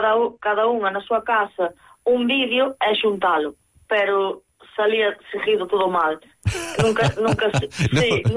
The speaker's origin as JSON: {"language": "Galician", "town": "Carballo", "region": "Galicia", "country": "Spain", "said": "que somos as gemelas, non as dúas, somos de Carballo"}